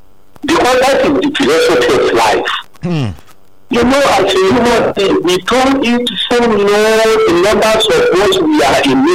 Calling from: Ibafo, Ogun, Nigeria; I'm calling from Ibafo.

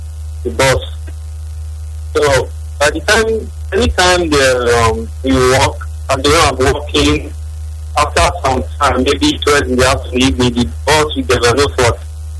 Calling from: South Africa; Okay, I'm calling from South Africa.

